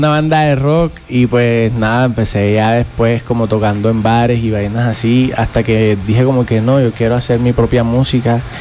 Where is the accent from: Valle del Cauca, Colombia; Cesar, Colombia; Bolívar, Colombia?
Bolívar, Colombia; Cartagena; yo soy de Cartagena, de Citilla.